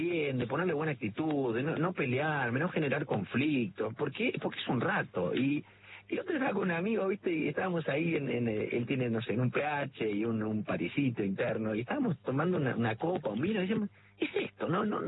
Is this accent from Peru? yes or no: no; Rafaela, Santa Fe, Argentina; also born or lived in Córdoba; No nací en Rafaela.